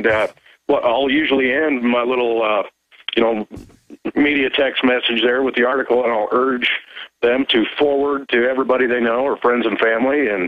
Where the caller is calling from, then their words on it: Illinois, United States; I'm trying to wage the info war here in West Central Illinois.